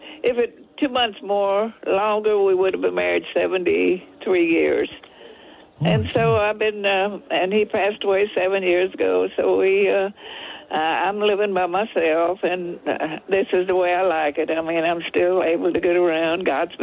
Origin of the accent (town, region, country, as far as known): Schulenburg, Texas, United States; also born or lived in Freiburg, Texas